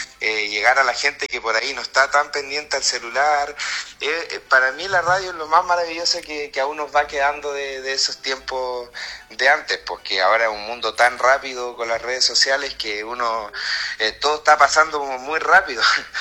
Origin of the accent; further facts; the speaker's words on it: Patagonia, Chile; now in Santiago, Chile; me acostumbré a ese estilo de vida, y a pesar de estar en la capital, más patagón todavía me siento